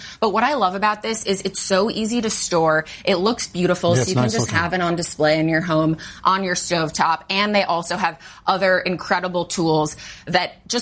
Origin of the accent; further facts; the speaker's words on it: Midwest, United States; moved away; if you're in the Midwest, my hometown.